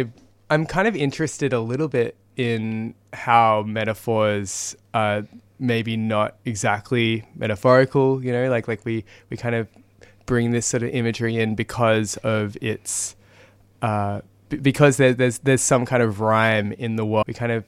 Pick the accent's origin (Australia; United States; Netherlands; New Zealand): Australia; Sydney, New South Wales; I'm from Sydney, Gadigal country, Wangal country, and I make music of a few different kinds, mostly electronic music.